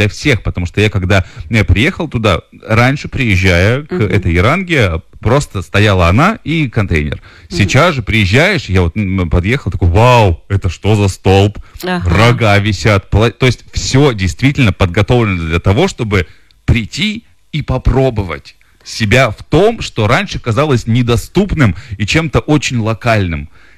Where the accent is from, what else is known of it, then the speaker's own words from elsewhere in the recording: Omsk, Omsk Oblast, Russia; moved away; я родом из Омска, у нас там совершенно другие игры были в детстве